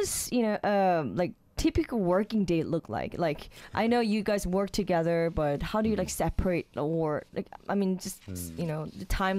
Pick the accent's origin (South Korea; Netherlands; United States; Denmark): South Korea; Jeju; Even though I'm from Jeju, you know, I'm also the one who has to survive here in Jeju, right?